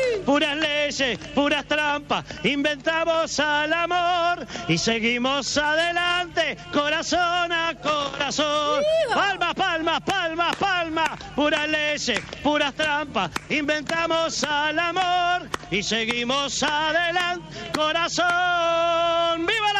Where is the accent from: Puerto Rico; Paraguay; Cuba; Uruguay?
Uruguay; Uruguay. Yo soy de Uruguay. Vengo a la muestra.